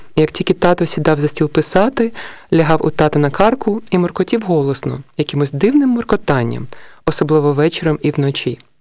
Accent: Lviv, Lviv Oblast, Ukraine; Я народилася і виросла у Львові.

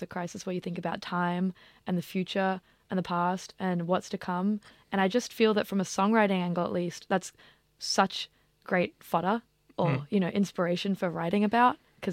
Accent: Sydney, New South Wales, Australia; I was raised in Sydney, right, like on Wongal country, and it was pretty close to the Parramatta River, and I've always felt like, I went to high school, Riverside Girls High School in Gladesville, and that's like right next to the river.

